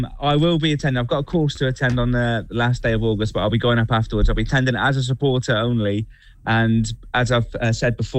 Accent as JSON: {"language": "English", "town": "Plymouth", "region": "South West England", "country": "United Kingdom", "said": "I'm from Plymouth, based in Plymouth, and I've always had allegiance to Plymouth"}